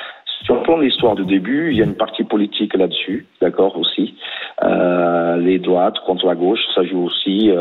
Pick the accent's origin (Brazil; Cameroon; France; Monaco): Brazil; accent: Brazilian; French is a second language; moi je suis brésilien, hein, 100%, avec l'accent et tous les défauts et qualités. Moi je suis au Brésil depuis très très longtemps